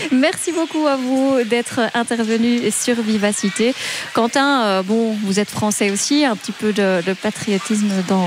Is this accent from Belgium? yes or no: yes; Belgium; nous on est belges